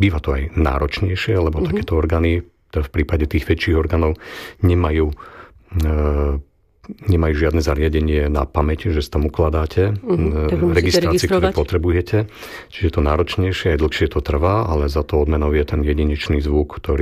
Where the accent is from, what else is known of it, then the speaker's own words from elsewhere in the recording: Trnava, Trnava Region, Slovakia; Tak som Trnavčan, v Trnave som sa narodil